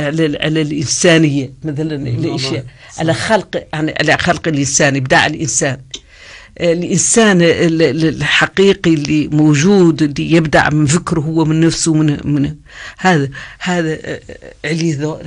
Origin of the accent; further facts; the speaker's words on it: Mauritania; ونحن هون موريتاني